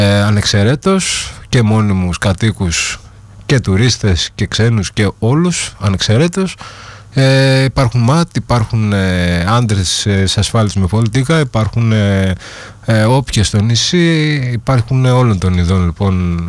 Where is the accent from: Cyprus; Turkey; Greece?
Greece; Syros, South Aegean